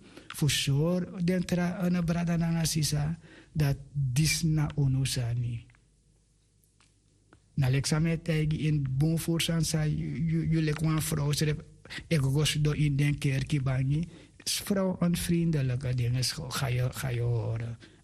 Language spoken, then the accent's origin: Dutch; Suriname; ik kom toch ook uit Suriname. Suriname is toch een christelijke land.